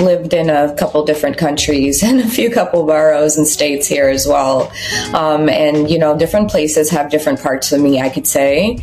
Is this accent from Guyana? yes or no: yes; Guyana; now in New York City, United States; I am an immigrant as well, so I'm not American. I'm actually South American. I'm Guyanese.